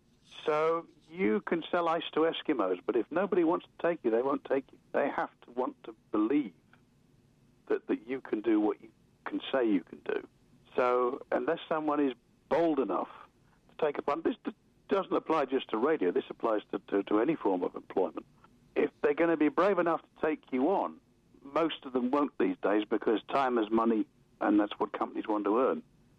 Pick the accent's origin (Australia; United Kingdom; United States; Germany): United Kingdom; England; You know, I'm from England. It's a national game. I'd like to talk about it.